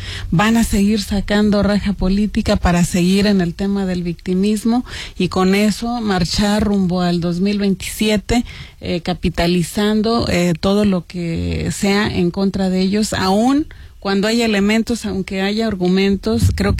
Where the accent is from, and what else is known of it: Mexico